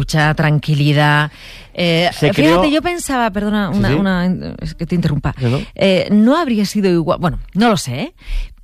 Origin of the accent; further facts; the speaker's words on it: Spain; se me reconoce que soy española, no tenía que decir nada, y la gente me iba dando la enhorabuena por la calle en Nepal.